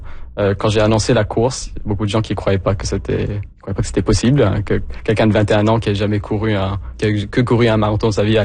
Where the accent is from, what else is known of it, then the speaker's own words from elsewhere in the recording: Halifax, Nova Scotia, Canada; je viens d'Halifax, je suis né à Halifax, j'ai fait mon école à Halifax, et j'aime beaucoup beaucoup la Nouvelle-Écosse